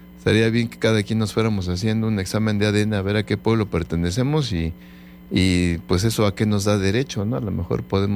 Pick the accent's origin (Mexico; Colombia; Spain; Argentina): Mexico; Ya no somos todos mexicanos